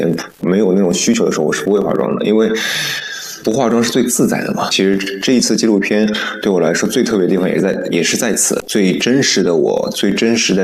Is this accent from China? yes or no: yes; China; 作为一个中国人，真的是由心底里产生的自豪。